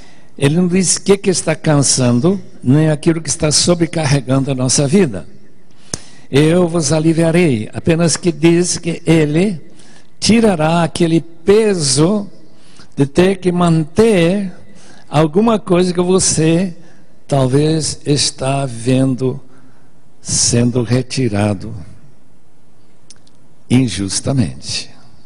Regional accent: Bolivia; moved away; A gente foi criado na Bolívia, como todos aqui sabem, e uma das coisas mais comuns é ver duplas de bois, que não havia tratores em todo esse vale onde nós morávamos.

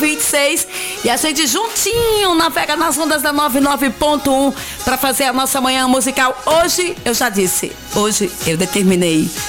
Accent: Brazil; Mas eu sou brasileira.

